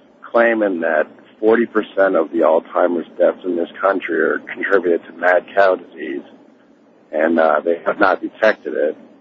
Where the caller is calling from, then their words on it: Las Vegas, Nevada, United States; I am in Las Vegas.